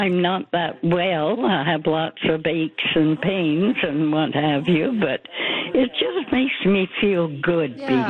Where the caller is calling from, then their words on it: Calgary, Alberta, Canada; Northwest Calgary. We live just below Nose Hill.